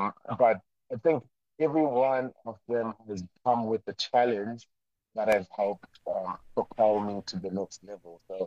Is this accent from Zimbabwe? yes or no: yes; Zimbabwe; my mother is from Mozambique, and I grew up in Zimbabwe as well.